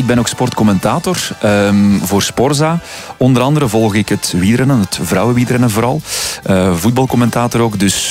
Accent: Opwijk, Flanders, Belgium; Afkomstig uit Opwijk, waar ik nu sinds 2 jaar opnieuw woon trouwens. Waar ik dus ben opgegroeid.

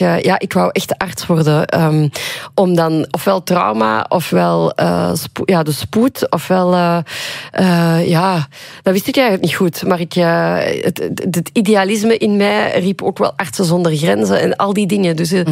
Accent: Limburg, Belgium; Ik heb mijn Rome-reis, zoals ze bij ons in Limburg zeiden, opgegeven om fysica en chemie bij te studeren.

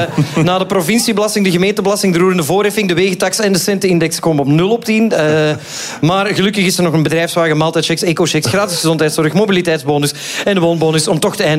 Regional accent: Flanders, Belgium; Ik denk dat wij als Vlaming niet zo goed beseffen

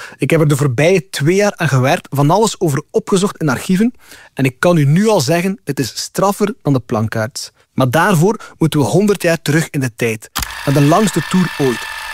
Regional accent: Deinze, Flanders, Belgium; accent: Deinzens; Ik ben dus afkomstig uit Deinzen, de hometown van de plankaart, maar ook van de Buyssens.

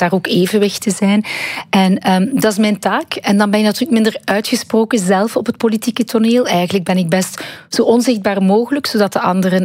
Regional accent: Ghent, Flanders, Belgium; Ik ben van Gent, ik ben van Vlaanderen.

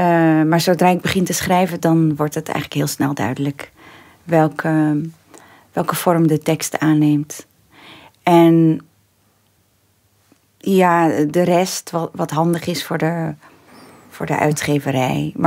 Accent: Tilburg, North Brabant, Netherlands; Wij woonden vlakbij België. Ik ben in Tilburg geboren, dus ik fietste altijd naar België.

